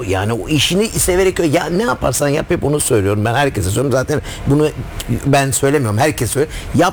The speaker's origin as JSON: {"language": "Turkish", "country": "Germany", "tie": "born or raised there", "said": "Aynen öyle. Ben Almanya'da doğup büyüdüm."}